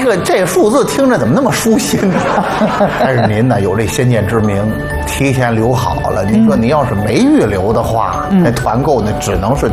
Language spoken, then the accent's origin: Chinese; Xuzhou, Jiangsu, China